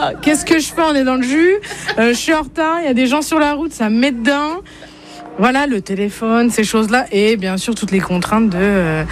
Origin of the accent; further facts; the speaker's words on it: Feilly, Grand Est, France; Je viens de Feilly, un tout petit village vosgien.